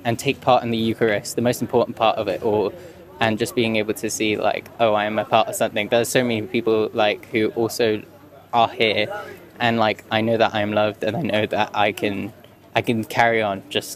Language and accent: English; London, United Kingdom; From London.